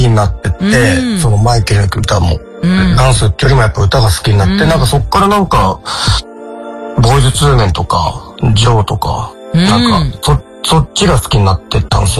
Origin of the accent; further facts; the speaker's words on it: Sapporo, Hokkaido, Japan; なんか札幌出身なんですけど、はい、札幌は R&B のパーティー結構昔からずっとあって、毎週日曜日 R&B パーティーみたいな。